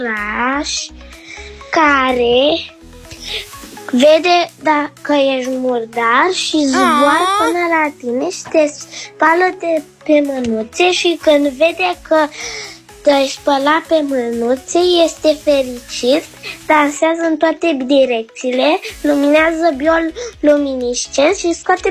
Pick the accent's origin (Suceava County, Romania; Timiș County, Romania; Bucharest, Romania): Bucharest, Romania; … din București. Am 8 ani